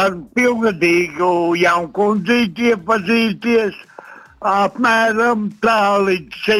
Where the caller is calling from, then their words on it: Kurzeme, Latvia; es esmu no Kurzemes.